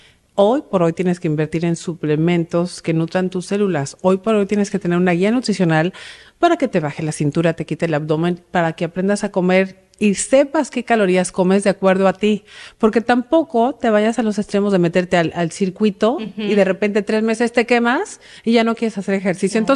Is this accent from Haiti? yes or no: no; Mexico; me gusta ser mexicana, soy mexicana, americana, pero amo mi raza, mi gente, mi pueblo